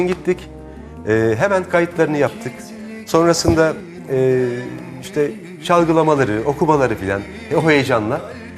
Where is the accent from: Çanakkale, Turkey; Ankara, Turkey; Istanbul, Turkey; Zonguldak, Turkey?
Ankara, Turkey; Biz Ankaralıyız. Ankara müzisyenleriyiz.